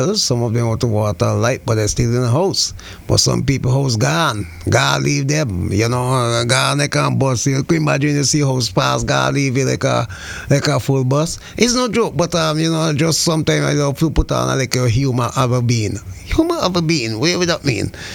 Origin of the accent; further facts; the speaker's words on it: St. Vincent & Grenadines; moved away; all my family down there in St. Vincent and the Grenadines.